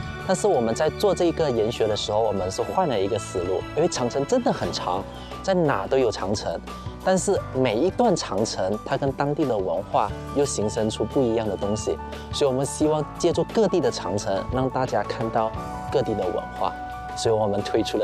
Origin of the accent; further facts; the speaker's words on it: Malaysia; 作为一个马来西亚人来跟你说中国长城的好